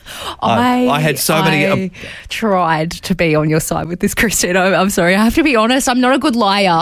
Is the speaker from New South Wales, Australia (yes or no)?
yes; New South Wales, Australia; But I'm also from New South Wales, so.